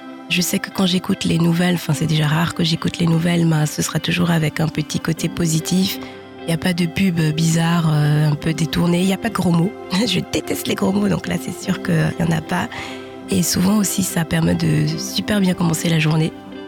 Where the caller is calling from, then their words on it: Mulhouse, Grand Est, France; j'habite à Mulhouse.